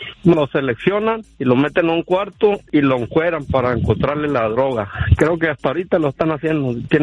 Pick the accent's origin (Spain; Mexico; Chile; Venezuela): Mexico; Mexicali, Baja California